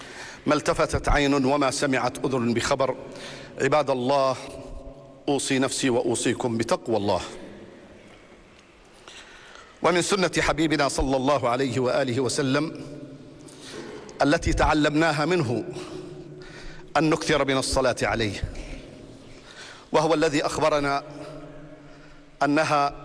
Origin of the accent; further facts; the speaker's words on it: Jordan; بلدنا الأردن